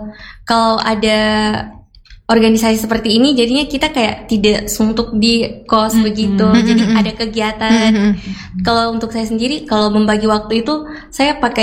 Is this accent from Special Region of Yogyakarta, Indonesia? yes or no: no; Bulukumba, South Sulawesi, Indonesia; Kalau saya sendiri dari Sulawesi Selatan.